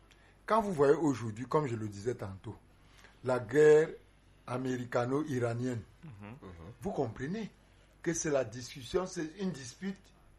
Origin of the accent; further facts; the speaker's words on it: Cameroon; le Cameroun, qui est notre pays